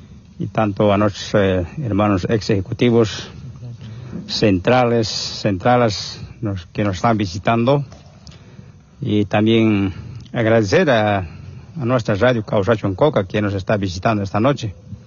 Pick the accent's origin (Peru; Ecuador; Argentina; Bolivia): Bolivia; nosotros como verdaderos bolivianos tenemos que defender nuestra patria también